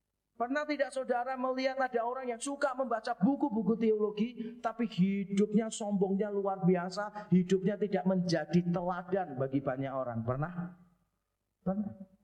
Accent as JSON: {"language": "Indonesian", "region": "Java", "country": "Indonesia", "tie": "born there", "said": "Kalau kita ditumbuhkan sebagai orang Jawa, dan saya sejak kecil tinggal sebagai satu-satunya keluarga Tionghoa di kampung yang Jawa, sehingga saya paling tahu budaya Jawa, budaya saya yang paling kental. Sebetulnya malah budaya Jawa, yang kedua baru budaya Tionghoa. Saya lebih bisa bahasa Jawa daripada bahasa Mandarin."}